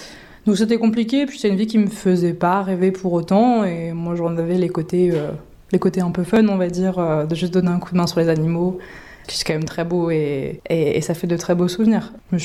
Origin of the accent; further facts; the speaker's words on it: Grand Est, France; j'ai 22 ans. Je viens d'Alsace, un petit peu au sud de Strasbourg, où je suis née, où j'ai grandi